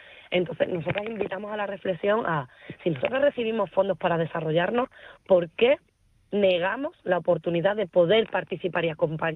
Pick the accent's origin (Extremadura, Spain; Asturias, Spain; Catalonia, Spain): Extremadura, Spain; Yo soy extremeña, trabajo en Extremadura